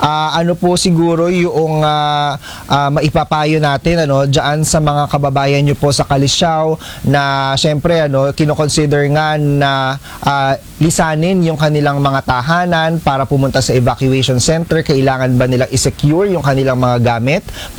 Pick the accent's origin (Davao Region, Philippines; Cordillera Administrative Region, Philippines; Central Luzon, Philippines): Central Luzon, Philippines; Malolos; karatig bayan nyo lang po ako dahil ako ay taga Malolos.